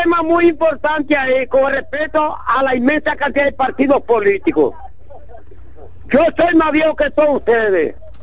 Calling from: Dominican Republic

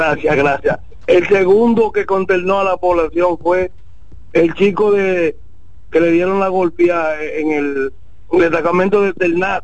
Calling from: Santo Domingo, Dominican Republic; yo soy de La Palma de Herrera, que vivo acá nuevo

